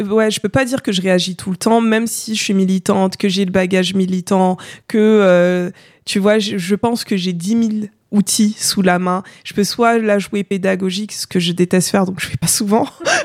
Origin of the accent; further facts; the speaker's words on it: Paris, Île-de-France, France; mais avant je disais je suis française. Tu vois, ou je viens de Paris.